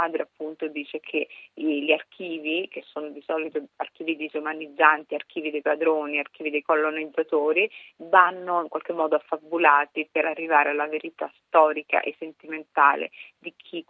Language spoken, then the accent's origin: Italian; Brescia, Lombardy, Italy; perché io sono bresciana e quindi è una cosa che abbiamo sentito molto.